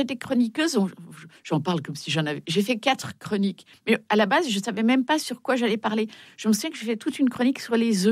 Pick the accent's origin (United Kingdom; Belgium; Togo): Belgium; Je suis belge. Marie Howe est une peintre très connue en Belgique